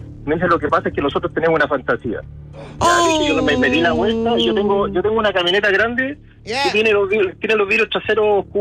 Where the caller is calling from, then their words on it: La Serena, Coquimbo, Chile; yo soy de acá de Serena.